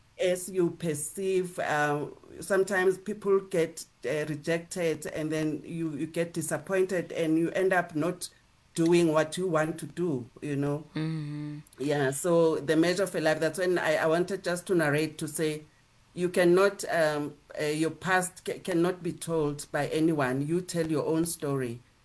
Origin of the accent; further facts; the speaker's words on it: Soweto, Gauteng, South Africa; I'm from a family of six. And I grew up in Soweto